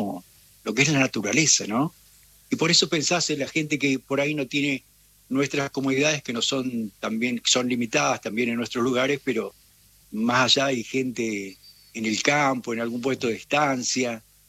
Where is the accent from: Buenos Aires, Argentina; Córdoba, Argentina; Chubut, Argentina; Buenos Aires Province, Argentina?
Chubut, Argentina; Río Mayo; Sí, puedo decir que sí. Sí, no soy nacido acá, pero toda la vida aquí en nuestro lugar